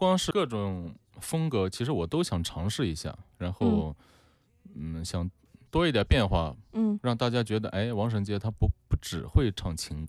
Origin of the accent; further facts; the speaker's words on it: Fugu, Shaanxi, China; 我从小生长在陕北